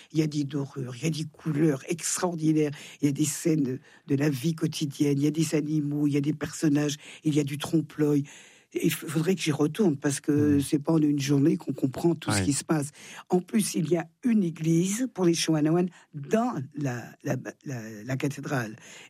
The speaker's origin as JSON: {"language": "French", "town": "Thonon-les-Bains", "region": "Auvergne-Rhône-Alpes", "country": "France", "tie": "born or raised there", "said": "Ah oui, je chante dans ma ville natale, la basilique Saint-Hippolyte."}